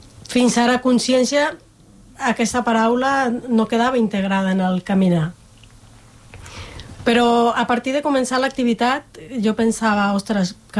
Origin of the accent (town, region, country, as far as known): Colombia; Catalan is a second language; now in Catalonia, Spain